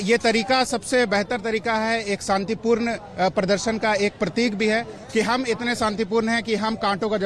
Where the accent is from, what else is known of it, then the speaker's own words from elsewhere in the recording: Dumka, Jharkhand, India; जी मैं दुमका झारखंड से आया हूँ, सल्थान परगरा क्षेत्र, जो कि जेएमएम का गढ़ है।